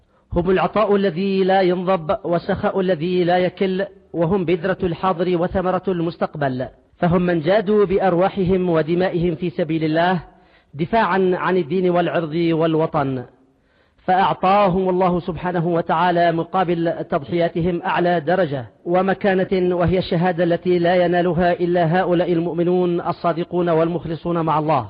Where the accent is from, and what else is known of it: Yemen